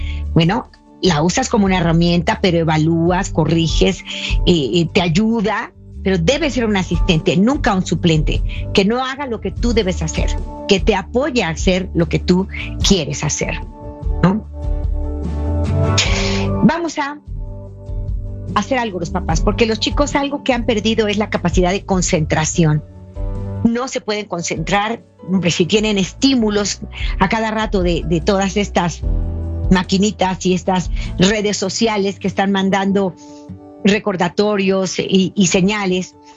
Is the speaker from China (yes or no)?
no; Mexico; En nuestro país, yo soy de México